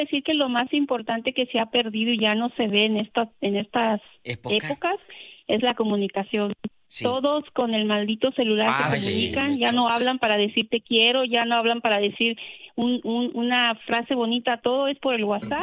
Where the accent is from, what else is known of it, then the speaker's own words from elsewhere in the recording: North Carolina, United States; soy de Carolina del Norte, no de California.